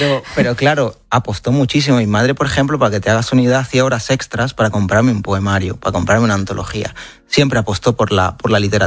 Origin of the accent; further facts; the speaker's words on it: Nicaragua; moved away; en mi infancia en Nicaragua.